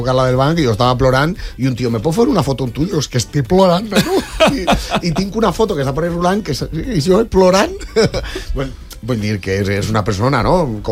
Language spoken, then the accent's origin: Catalan; Valencia, Valencian Community, Spain; I sí, soc de Torrefiel. Soc més de barriques columpios. Entonces, clar, la manera de ver la vida d'un xic de Torrefiel.